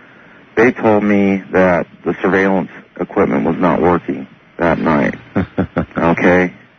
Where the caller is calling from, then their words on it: Orange County, California, United States; I'm from Orange County, California.